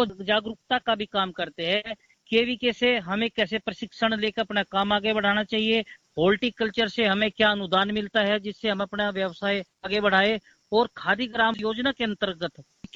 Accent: Muzaffarnagar, Uttar Pradesh, India; मैं जिला मुजफ्फरनगर का रहने वाला हूँ।

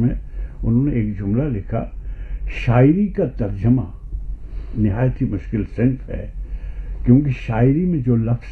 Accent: Jammu and Kashmir, India; first language Kashmiri; Urdu is a second language; کشمیری جو ہے وہ تو بیوی ہے میری.

